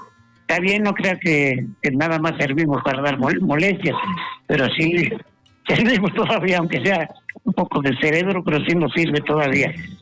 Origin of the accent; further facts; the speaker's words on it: Puebla, Mexico; De acá de Puebla.